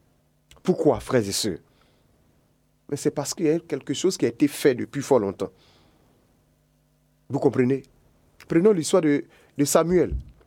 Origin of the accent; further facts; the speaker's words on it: Côte d’Ivoire; Chez nous, en Côte d'Ivoire, ça se dit.